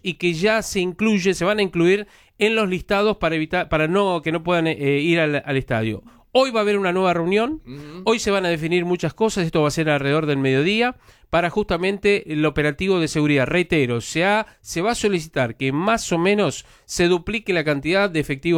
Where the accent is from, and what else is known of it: Argentina